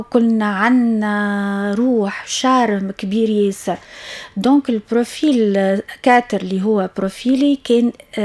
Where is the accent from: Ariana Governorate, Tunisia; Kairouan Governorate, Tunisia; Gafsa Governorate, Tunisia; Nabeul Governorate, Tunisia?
Ariana Governorate, Tunisia; Ariana; also born or lived in Tunis / El Haouaria (family roots); وعشت المراهقة متاعي في أريانا، برج باكوش، قريت في برج باكوش.